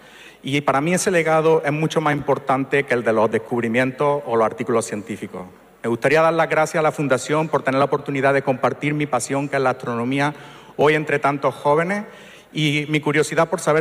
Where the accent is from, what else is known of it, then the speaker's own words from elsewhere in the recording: Priego de Córdoba, Andalusia, Spain; now in Granada, Spain; en mi pueblo, Priego de Córdoba